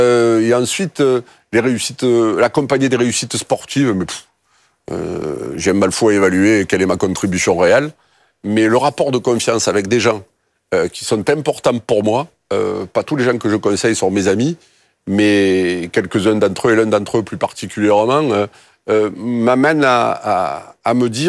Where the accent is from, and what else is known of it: Marseille, Provence-Alpes-Côte d'Azur, France; accent: Marseille accent